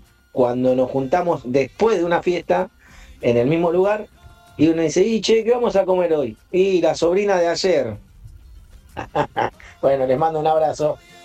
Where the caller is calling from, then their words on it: Martín Coronado, Buenos Aires Province, Argentina; de Cotibús, de Martín Coronado